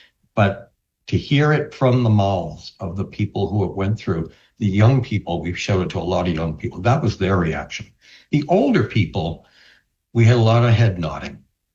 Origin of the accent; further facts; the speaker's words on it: the North, United States; now in Central Florida, United States; I'm from the North.